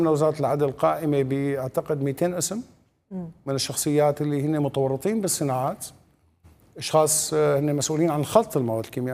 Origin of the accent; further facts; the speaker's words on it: Syria; ونحن هدول سوريين بالنسبة لأنه هدول أولاد بلدنا،